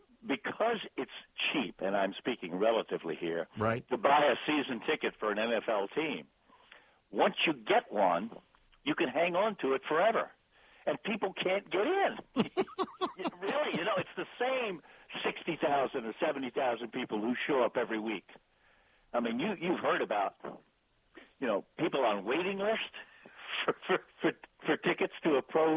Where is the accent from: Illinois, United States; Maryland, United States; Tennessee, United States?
Maryland, United States; Baltimore; I grew up in Baltimore.